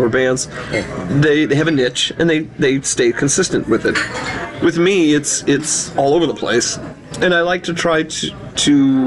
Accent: Phoenix, Arizona, United States; moved away as an adult; now in Las Vegas, United States; I'm from Phoenix, Scottsdale, Tempe area.

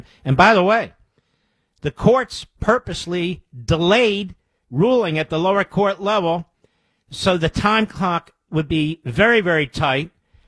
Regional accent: Philadelphia, Pennsylvania, United States; I can't really put it in my hometown of Philadelphia.

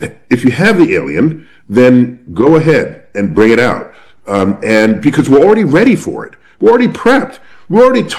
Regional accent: New York City, New York, United States; born and raised in New York Cit

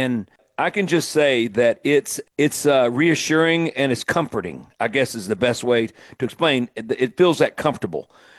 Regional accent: Mississippi, United States; born or raised there

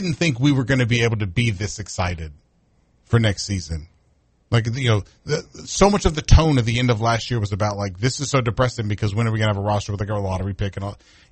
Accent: Florida, United States; growing up in Florida, like, with the heat and humidity

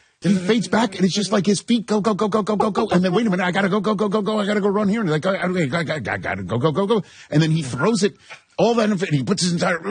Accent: New York City, New York, United States; I'm a New Yorker, you know? I'm a native New Yorker. I'm a native Jewish New Yorker

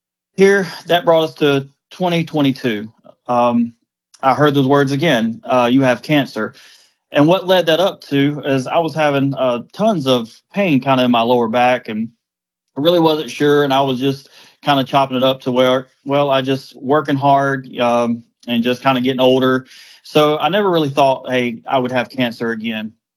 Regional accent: Dothan, Alabama, United States; I was born and raised here in Dothan, and I left for a little while, went to the Marine Corps, and I come back in 2010

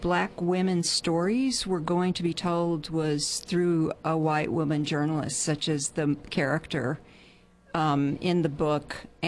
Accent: the South, United States; I grew up in the South.

